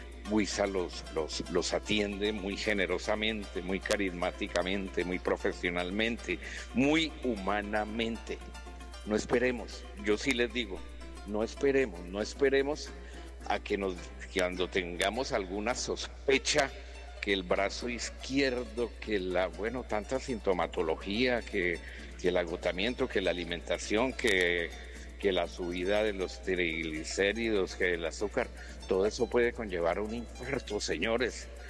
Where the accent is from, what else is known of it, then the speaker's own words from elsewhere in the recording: Llanos Orientales, Colombia; mi tierra llanera, de mi tierra colombiana